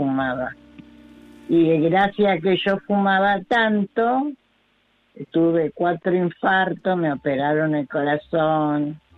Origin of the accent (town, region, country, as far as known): Hurlingham, Buenos Aires Province, Argentina